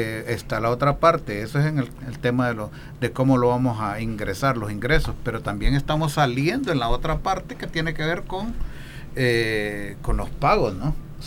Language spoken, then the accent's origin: Spanish; Honduras; como los hondureños somos nobles en el pago de impuestos